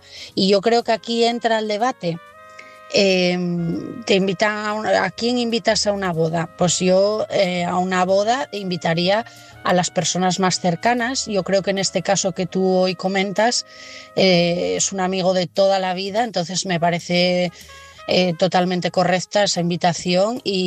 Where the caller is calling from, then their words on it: Asturias, Spain; de Asturias y mi mensaje esta noche es para Javier.